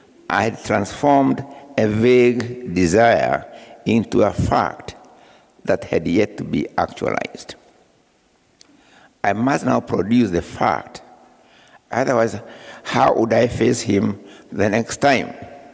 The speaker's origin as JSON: {"language": "English", "country": "Kenya", "said": "You know, when we travel places as Kenyans, but particularly as a Kenyan writer, when you meet your ambassador or their representative, it's like you are in touch. You feel a sense of touch, of home."}